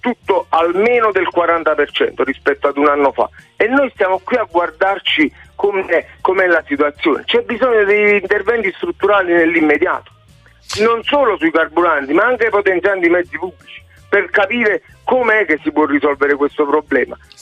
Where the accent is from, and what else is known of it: Naples, Campania, Italy